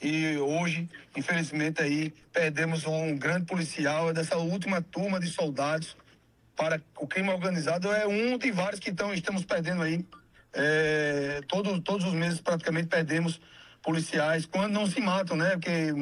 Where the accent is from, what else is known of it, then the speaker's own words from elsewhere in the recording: Brazil; Sou brasileiro, não desisto nunca.